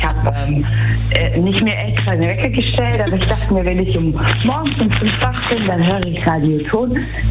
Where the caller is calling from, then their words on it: Heidenheim, Baden-Württemberg, Germany; Aus Heidenheim.